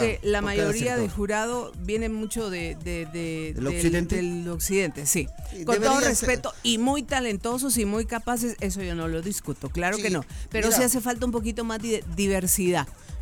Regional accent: Alta Verapaz, Guatemala; pues yo como alta verapacense obviamente cuido a mi terruño.

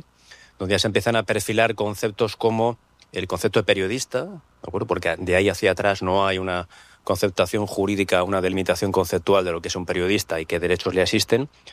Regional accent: Spain; Pero como español tengo que decir que me siento muy honrado y muy agradecido a infinidad de compatriotas españoles

